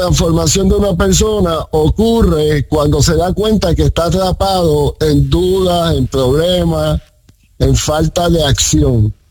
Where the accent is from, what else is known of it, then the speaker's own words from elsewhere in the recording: Puerto Rico; Somos de Puerto Rico.